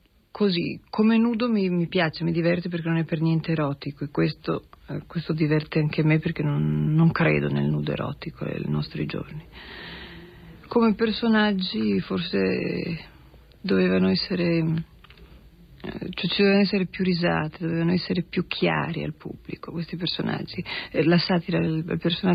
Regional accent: Parma, Emilia-Romagna, Italy; io sono di Parma

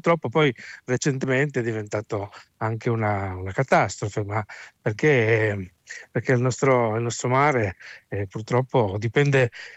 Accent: Piedmont, Italy; essermi tuffato fin da bambino, essendo piemontese, nella parte ligure del Mediterraneo.

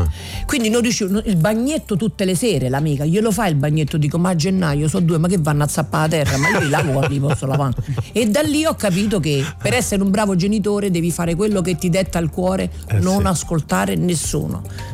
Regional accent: Switzerland; io che sono svizzera, che anche nel mio lavoro arrivo sempre con la memoria

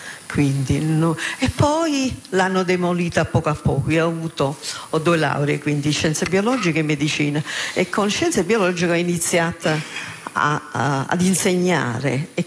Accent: Basilicata, Italy; born there; now in Naples, Italy; perché sono di Napoli, sto a Napoli, anche se sono nata in Lucania, però sono andata all'università a Napoli e sono rimasta a Napoli

